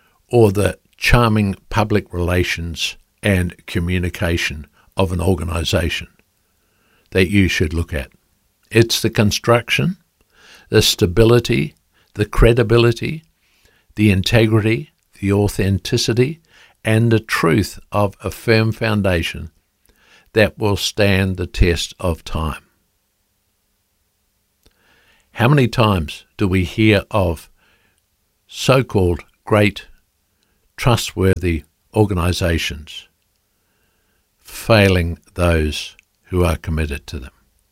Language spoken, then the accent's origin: English; New Zealand; I grew up in New Zealand.